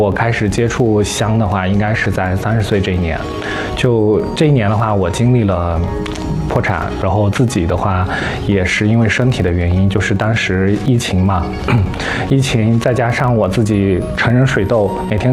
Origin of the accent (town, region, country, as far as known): Jianshui, Yunnan, China